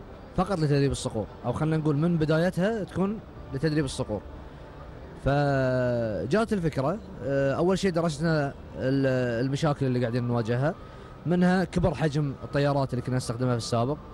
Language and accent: Arabic; Qatar; من بلادي قطر،